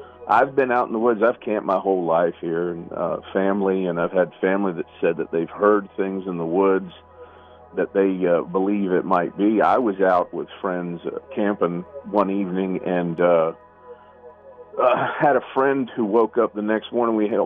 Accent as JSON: {"language": "English", "region": "Florida", "country": "United States", "tie": "born or raised there", "said": "I'm from Southwest Florida and lived here my whole life. My family's from here."}